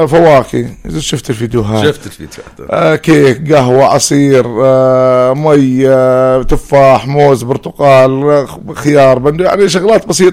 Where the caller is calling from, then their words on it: Ma'an, Ma'an Governorate, Jordan; عندنا في معان